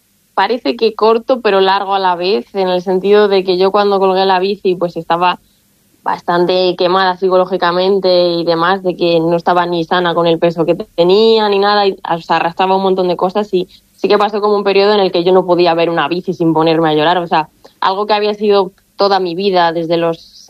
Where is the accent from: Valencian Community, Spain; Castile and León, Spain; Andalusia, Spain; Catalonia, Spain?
Castile and León, Spain; Ávila; moved away; Quiero estar en España, quiero estar en Ávila, porque para algo soy abulense y demás, aunque esté aquí ahora en esta etapa de mi vida.